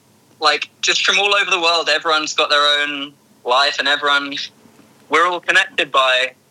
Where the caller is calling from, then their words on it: Melbourne, Victoria, Australia; from Melbourne.